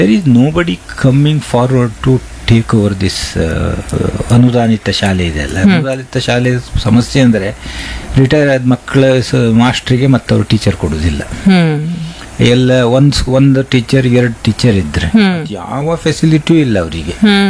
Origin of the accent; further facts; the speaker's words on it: Karnataka, India; born there; ನಮ್ಮನೆ ಎದುರು ಒಂದು ದೊಡ್ಡ ಹೊಳೆ, ಹಾಲಡಿ ಹೊಳೆ ಅಂತ